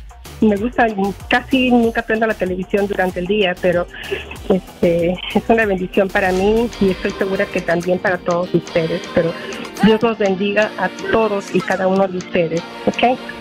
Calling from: Gilmer, Texas, United States; Cheque de Gilmer.

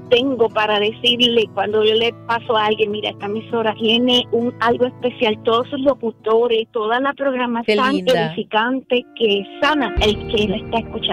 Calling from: Jacksonville, Florida, United States; Ya le hablo de Jacksonville, Florida.

